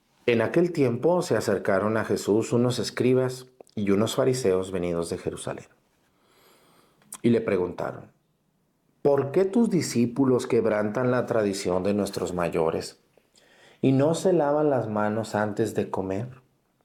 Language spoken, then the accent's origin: Spanish; Mexticacán, Jalisco, Mexico; ustedes, que ya no viven en Mexticacán, pero quieren a mi pueblo